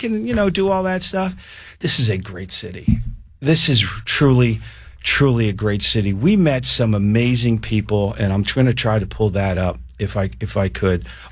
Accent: United States; And I got to tell you, as an American, I'm pretty proud that the city that these folks are seeing is this one.

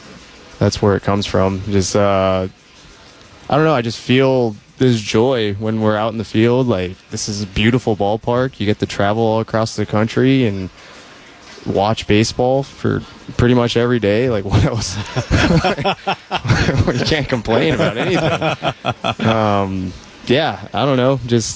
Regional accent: Japan; So I grew up in Japan and I speak some Japanese.

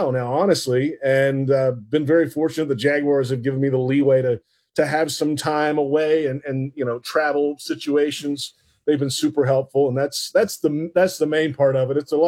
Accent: Trussville, Alabama, United States; moved away as an adult; I'm from Thrustville, Alabama, right outside of Birmingham. Went to the University of Alabama, 4 years

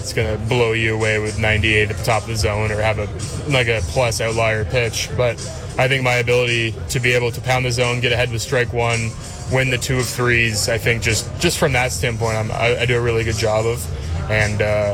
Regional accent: Toronto, Ontario, Canada; growing up in Toronto, watching him throw live quite a bit.

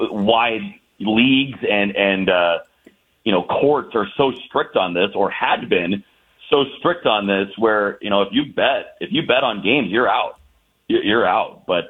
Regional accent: Indiana, United States; now in Utah, United States; I think he lives in Westfield, Indiana, which is, like, 15 minutes from my hometown, like, right across the White River.

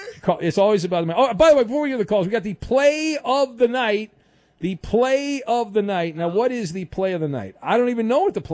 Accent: United States; Well, how else would I learn, sir? I grew up in America. I went to American schools.

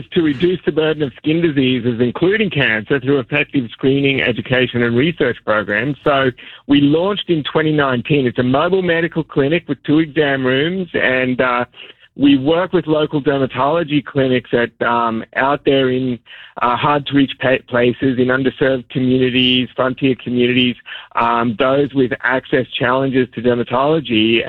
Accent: Queensland, Australia; now in Colorado, United States; I grew up in Southeast Queensland, Australia, which is the melanoma capital of the universe.

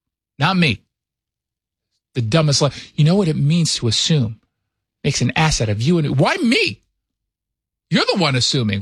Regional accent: Edmonds, Washington, United States; born there

